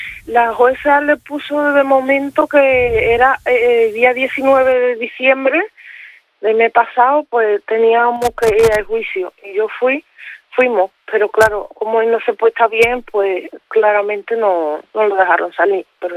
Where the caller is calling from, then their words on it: Igualada, Catalonia, Spain; porque yo soy Igualada, vivo en Igualada yo.